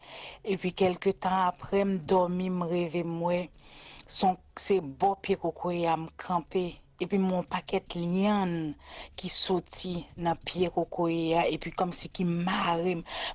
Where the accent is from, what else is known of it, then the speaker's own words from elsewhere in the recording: Haiti; born there; moved away; actuellement, je ne vis pas en Haïti, mais depuis me lever, je vis en Haïti